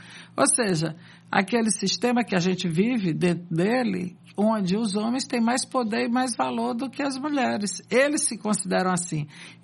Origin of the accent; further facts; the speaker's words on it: São Luís, Maranhão, Brazil; also born or lived in São Paulo; now in Recife, Brazil; Eu sou de São Luís do Maranhão. Não sou aqui de Recife, mas já estou adotada, né? Vim para passar uma chuva e virei aqui recifense. E antes também morei em São Paulo um tempo.